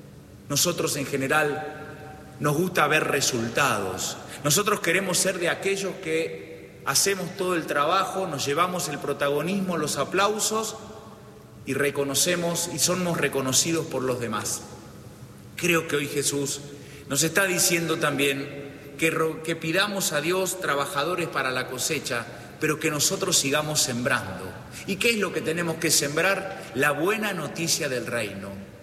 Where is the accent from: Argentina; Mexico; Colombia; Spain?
Argentina